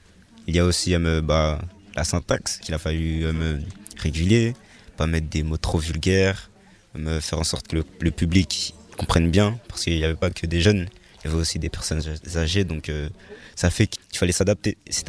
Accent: Grigny, France; now in Compiègne, France; Et moi j'ai grandi à Grigny et j'ai déménagé au quartier de la VTE à Compiègne.

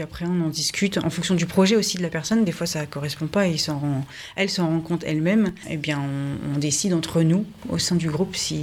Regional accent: Hauts-de-France, France; On est assez chauvine, hein. Moi je suis native d'ici. On est parti de Largny-sur-Automne, on a suivi l'Automne en fait, jusqu'à Béthis-Saint-Pierre.

